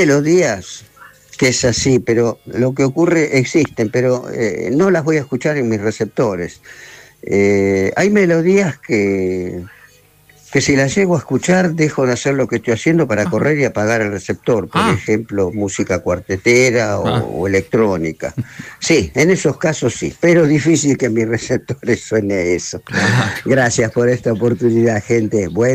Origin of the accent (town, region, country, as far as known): Buenos Aires, Argentina